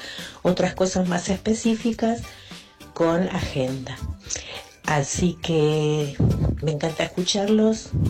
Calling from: Florencio Varela, Buenos Aires Province, Argentina; Hola, buenas noches. … de Florencio Varela.

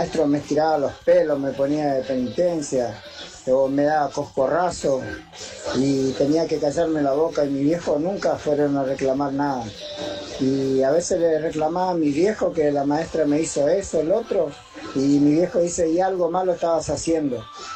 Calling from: Ituzaingó, Buenos Aires Province, Argentina; de Ituzaingó, panadero.

